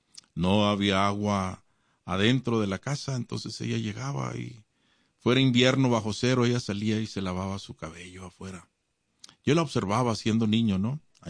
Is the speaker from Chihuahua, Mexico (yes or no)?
yes; Ciudad Juárez, Chihuahua, Mexico; Sí, cuando yo nací, cuando yo crecí en la frontera en Ciudad Juárez, yo cruzaba y algunas veces se me olvidaba el cruce.